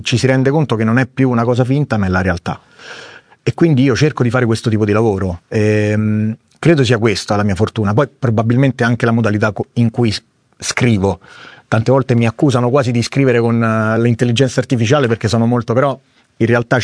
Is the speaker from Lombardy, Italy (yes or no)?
no; Rome, Lazio, Italy